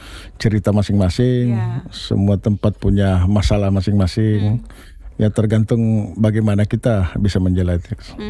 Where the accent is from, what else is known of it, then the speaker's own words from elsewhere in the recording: Makassar, South Sulawesi, Indonesia; moved away as an adult; also born or lived in Kendari / Ambon / Bali; now in Jakarta, Indonesia; Besar di Makassar. SD sampai dengan SMA di Makassar.